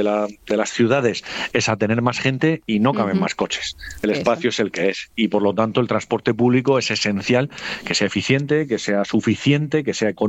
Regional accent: Alquerías, Region of Murcia, Spain; yo te pongo el ejemplo mío personal, si yo soy de Alquerías y tengo que venir a Murcia y me sale un autobús cada hora

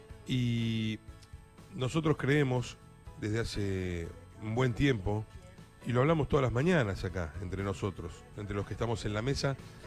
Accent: Argentina; más que como argentino

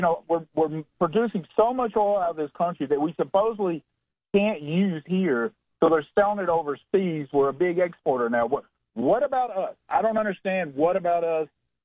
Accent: Tennessee, United States; I'm from East Tennessee.

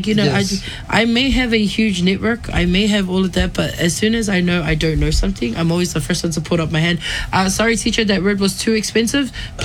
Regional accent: New Zealand; yes, I am American Samoan Tongan, born and raised in New Zealand, but the store isn't just a Samoan store.

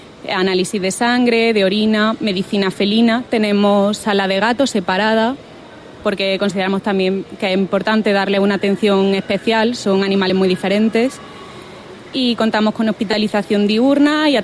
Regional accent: Granada, Andalusia, Spain; born there; Granada, que es mi ciudad natal y le tengo un cariño especial.

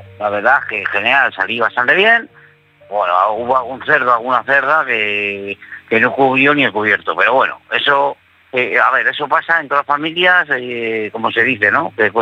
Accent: Madrid, Community of Madrid, Spain

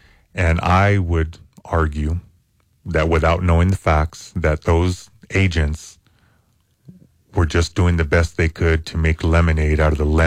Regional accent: New Mexico, United States

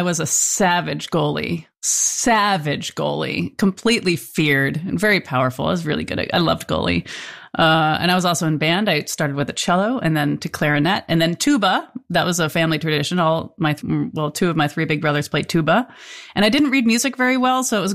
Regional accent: Farmington, Connecticut, United States; born or raised there

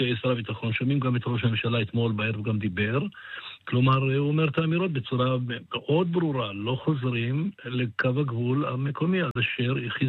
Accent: Northern Israel, Israel

